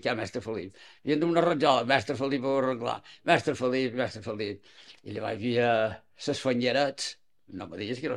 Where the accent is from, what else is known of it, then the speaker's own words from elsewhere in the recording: Palma, Balearic Islands, Spain; vaig néixer a Palma, ja són dels Hostalets. Exactament de Can Capes són jo.